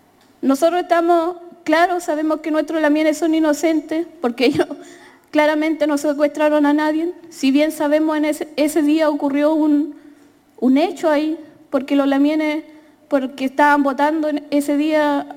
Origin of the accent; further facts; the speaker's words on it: Temucuicui, Araucanía, Chile; Me siento orgullosa de ser de Temucuicui